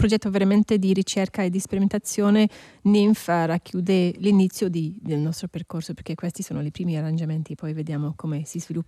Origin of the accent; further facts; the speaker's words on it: Ireland; Italian is a second language; moved away; io sono stata cresciuta in Irlanda con la musica folk